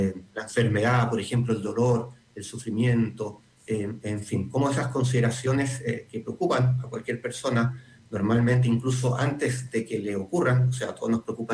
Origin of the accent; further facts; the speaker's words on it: Chile; porque somos muchos los chilenos y no todos somos de la misma manera, ¿no?